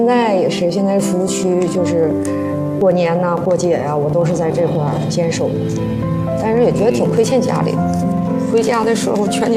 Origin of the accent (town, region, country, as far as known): Northeast China, China